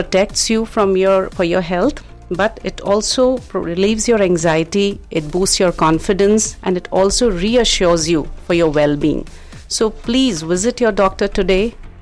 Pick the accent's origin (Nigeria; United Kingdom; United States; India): India; Dehradun, Uttarakhand; also born or lived in UAE; now in Ahmedabad, India; I'm originally from Dehradun.